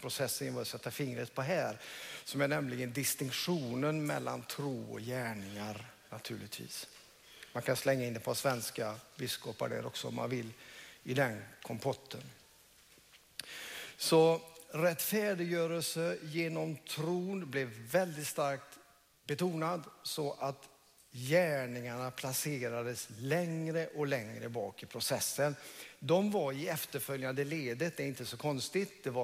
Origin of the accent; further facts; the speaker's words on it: Hönö, Västra Götaland County, Sweden; Jag är uppväxt i Hönö kyrka borta under Gösta Gustafsson och Gösta Karlman.